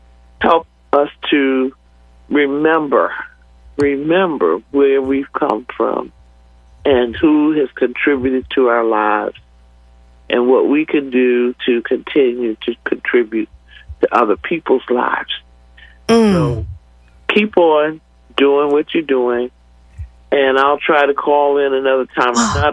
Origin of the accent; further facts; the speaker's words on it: Old City, United States; from Old City.